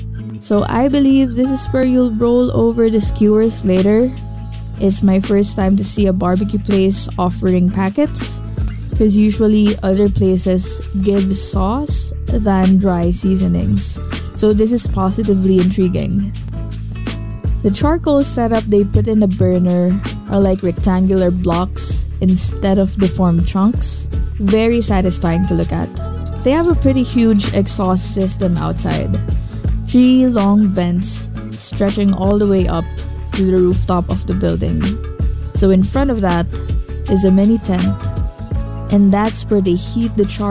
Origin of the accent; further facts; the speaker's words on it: Philippines; As a Filipino, I really cannot eat good meat with noodles or veggies or any other thing.